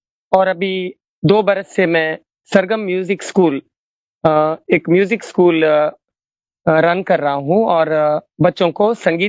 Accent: Bantwal, Karnataka, India; मैं मैंगलोर के पास बंटवाड़, एक छोटा शहर, मैं आयुर्वेदिक वैद्य हूँ और मेरा क्लिनिक भी है इधर

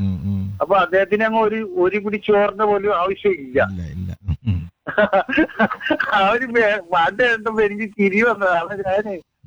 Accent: Karunagappally, Kerala, India; എന്റെ സ്ഥലം കൊല്ലം കരുനാഗപ്പള്ളി.

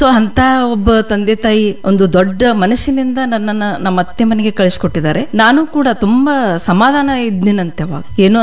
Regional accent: Ankali, Karnataka, India; also born or lived in Halatti, Chikkodi taluk; ನನ್ನ ಬಾಲ್ಯ ಎಲ್ಲ ಅಂಕ್ಲಿ ಗ್ರಾಮದಲ್ಲೇ ಆಗಿರೋದು, ನಮ್ಮ ಅತ್ತೆ ಸೋದರತ್ತೆ ಮನೆಯಲ್ಲಿ.

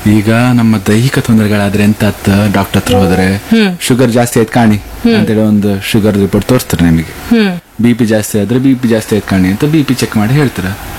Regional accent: Karnataka, India; ಈಗ ನಾನು ಇಲ್ಲಿನವನೇ ಬ್ರಹ್ಮರುದವನೇ ಅಲ್ವಾ, ನನ್ನ ಕಸ್ಟಮ್ಸ್ ಕಲ್ಚರ್ ವೆರಿ ರಿಚ್

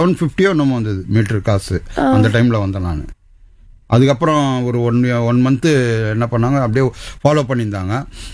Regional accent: Chennai, Tamil Nadu, India; சொந்த ஊர் சென்னை தான்.

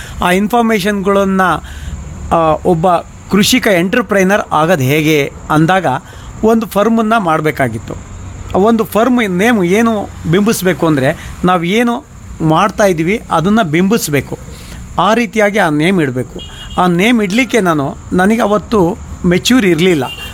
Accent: Karnataka, India; born there; also born or lived in Shivamogga; ನಾನು ಮೂಲತಃ ಕೃಷಿಕ, ದುಂಬಳ್ಳಿಯಲ್ಲೇ ಹುಟ್ಟಿದ್ದು. ಅಲ್ಲೇ ನನ್ನ 5 ಎಜುಕೇಷನ್ನು ಅಲ್ಲೇ ಆಯಿತು.

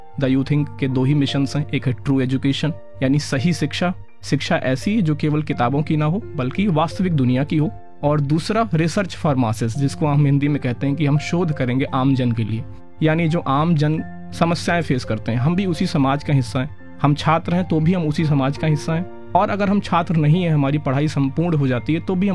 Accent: Gonda, Uttar Pradesh, India; moved away as an adult; now in Delhi, India; ये शुरुआत गोंडा से हुई, गोंडा जन्म स्थान रहा है, गोंडा मेरी शुरुआती जो पढ़ाई लिखाई है वो गोंडा की हुई, और गोंडा में भी पर्टिकुलरली अगर मैं बात करूँ तो मैं जिस क्षेत्र से बिलोंग करता हूँ वो है बेलसर।

